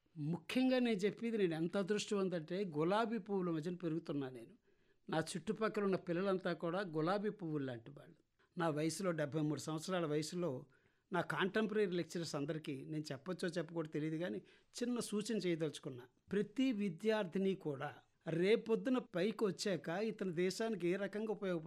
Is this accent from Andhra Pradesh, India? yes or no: yes; Andhra Pradesh, India; born there; September 18, 1953 నేను పుట్టాను. మాది గ్రామీణ ప్రాంతం, గోదావరికి వరదలు వచ్చినాయట.